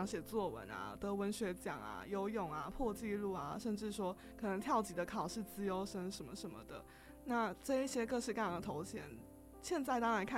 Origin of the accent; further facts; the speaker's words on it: Penghu County, Taiwan; 我算是出生在一个比较竞争，当然教育上的竞争比较没有那么激烈的地方，澎湖，但是我出生的时候都已经2004年了，